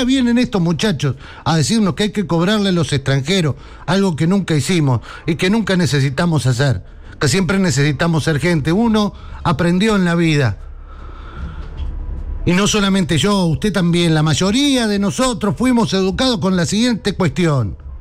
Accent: Argentina; Yo quiero seguir siendo el argentino

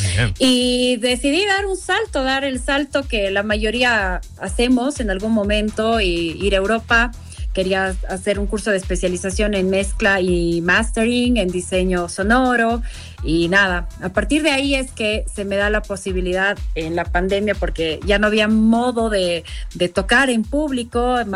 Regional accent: Bolivia; El tema crítico un poquito en mi país es que la parte política, ¿no?

